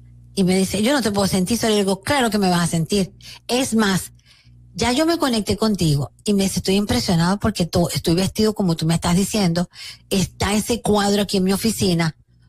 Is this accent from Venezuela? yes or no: yes; Venezuela; lo ocurrido en mi país.